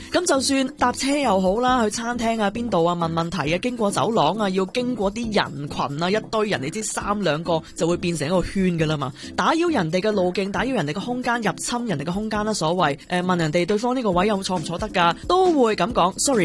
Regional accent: Hong Kong

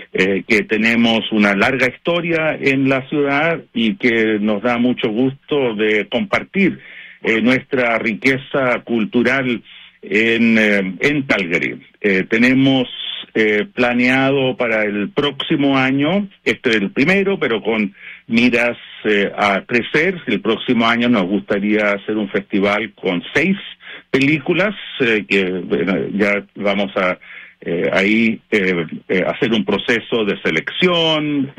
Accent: Chile; now in Vancouver, Canada; Yo soy chileno, por si no se nota por el acento, y he estado en contacto con el consulado. Justo me pillaste ahora, te estoy llamando desde Vancouver, Jorge.

